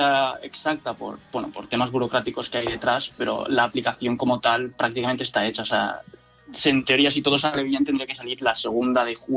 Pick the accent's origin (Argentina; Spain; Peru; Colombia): Spain; Alcoy, Valencian Community; now in Valencia, Spain